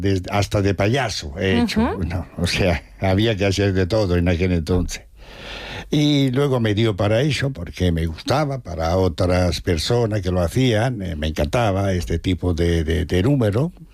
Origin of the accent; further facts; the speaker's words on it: Italy; Spanish is a second language; now in Spain; sono qui da 51 anni. Mi trovo molto bene qui in Spagna. Quiero mucho este país como el mío, porque soy casi más español que italiano.